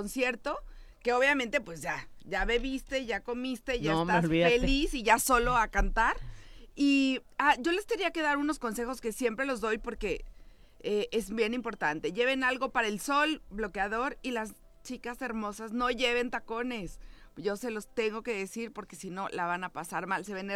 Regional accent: Mexico City, Mexico; venimos de la Ciudad de México, unos cuantos chilangos, a traerles un poquito de nuestros sabores de allá.

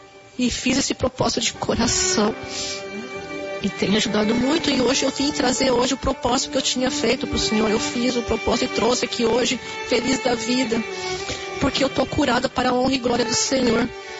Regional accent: Joinville, Santa Catarina, Brazil; eu sou de Joinville, Santa Catari

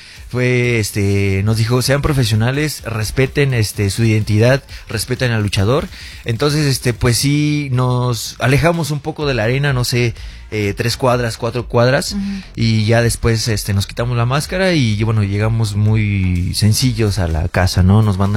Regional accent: Querétaro, Mexico; orgulloso de poder representar a México, a Querétaro, a la lucha libre mexicana.

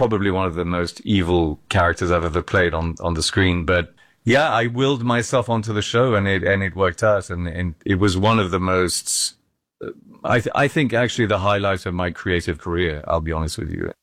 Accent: Scotland, United Kingdom; also born or lived in France; the Scottish character, because I'm Scottish and French, so I'm a sort of amalgam of these both of the cultures.

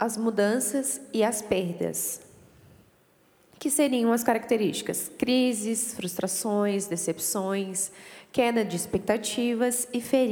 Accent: Southern Brazil, Brazil; moved away; Nós que somos lá do sul, a gente gosta mais do frio

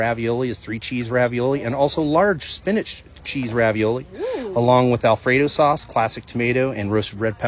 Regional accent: California, United States; also born or lived in Cleveland; now in Louisville, United States; I grew up in California, and we had a pasta store in our town.

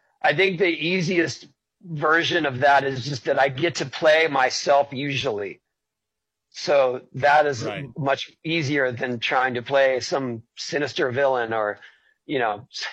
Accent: San Diego, California, United States; I grew up in San Diego

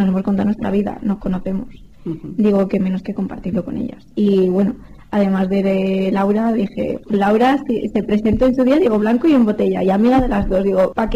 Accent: Lanzarote, Canary Islands, Spain; born there; yo nací en Lanzarote y solo venía en vacaciones, o en verano o en Navidad.

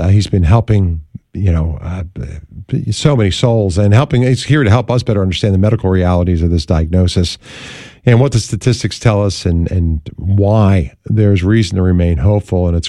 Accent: Philadelphia, Pennsylvania, United States; And there in my hometown of Philadelphia, it's good to have you on the air with us.

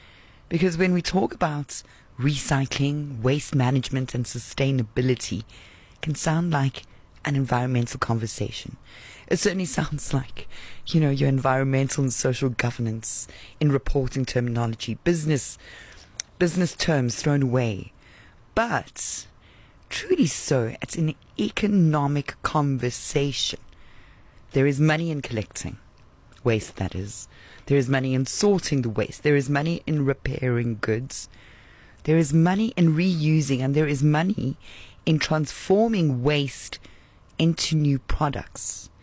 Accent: South Africa; But as a South African, we certainly have no shortage of problems to solve.

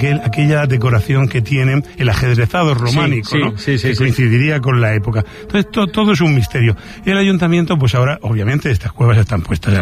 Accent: Region of Murcia, Spain

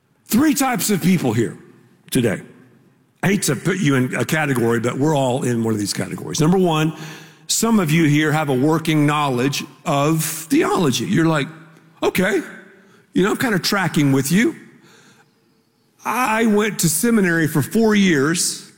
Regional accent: Texas, United States

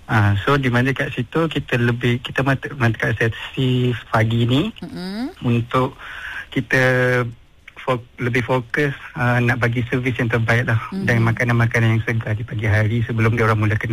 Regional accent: East Coast, Malaysia; now in Shah Alam, Malaysia; saya sebagai seorang anak perantau. Saya rindulah masakan kampung, tradisi kampung apa semua daripada actually saya daripada Pantai Timur.

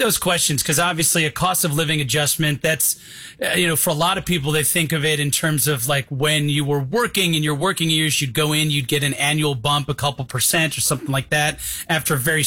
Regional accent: Chicago, Illinois, United States; I grew up in the Midwest. I was a Chicago kid

